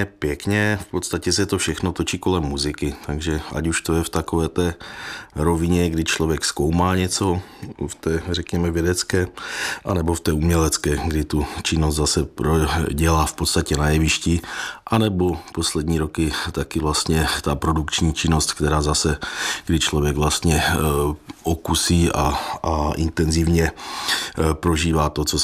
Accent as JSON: {"language": "Czech", "region": "Moravian-Silesian Region", "country": "Czechia", "tie": "born or raised there", "said": "z regionu, v kterém jsem vyrůstal na Třinecku"}